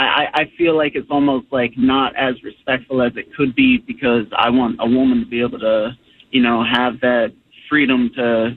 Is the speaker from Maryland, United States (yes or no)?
yes; Annapolis, Maryland, United States; I'm from Annapolis.